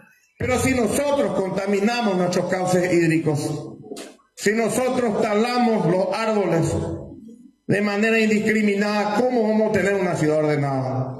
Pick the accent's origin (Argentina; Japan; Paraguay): Paraguay; Carapeguá, Paraguarí; mi pueblo es exigente